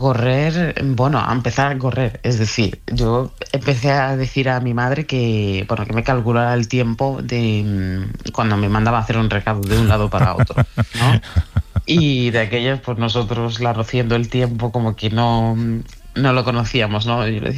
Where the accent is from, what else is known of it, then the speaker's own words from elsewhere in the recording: Mali; moved away; cuando yo salí de Mali hace 15 años, las personas con albinismo pues éramos perseguidas